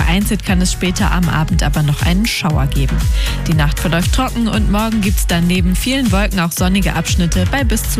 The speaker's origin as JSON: {"language": "German", "region": "Hamburg", "country": "Germany", "tie": "born or raised there", "said": "Ich würde mich mega, mega, mega freuen, wenn ihr in Hamburg, meine Heimatstadt, dabei seid."}